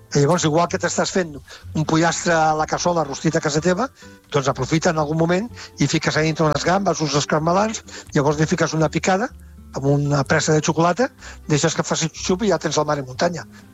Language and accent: Catalan; Catalonia, Spain; la manera com som catalans.